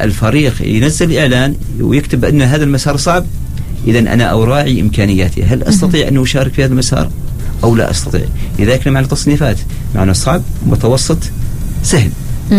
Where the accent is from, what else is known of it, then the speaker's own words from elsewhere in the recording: Oman; معنا في سلطة عمان